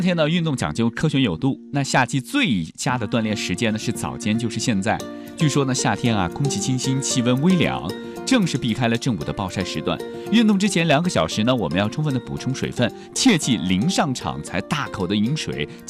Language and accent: Chinese; Kunming, Yunnan, China; accent: Kunming dialect; 我们昆明话说比较赶水